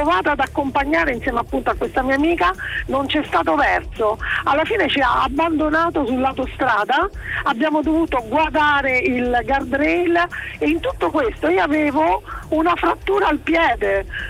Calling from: Rome, Lazio, Italy; io sono romana

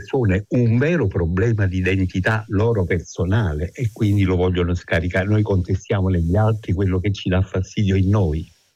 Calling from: Naples, Campania, Italy; da napoletano che vive in questa città

